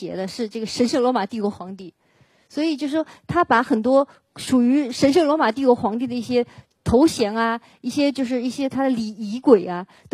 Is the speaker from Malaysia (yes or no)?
no; China; 我们中国人也说到顶点它就会下落